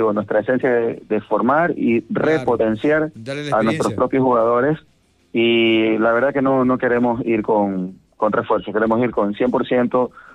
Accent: Portoviejo, Manabí, Ecuador; soy de aquí de Puerto Viejo, nacido, criado de aquí, familia totalmente de aquí y un portovejense de cepa.

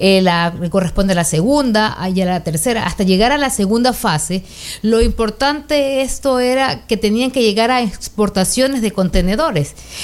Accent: Manta, Manabí, Ecuador; soy mantense, soy ciudadana manabita

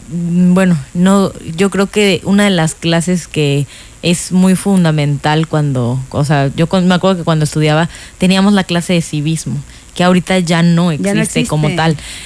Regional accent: Mexico

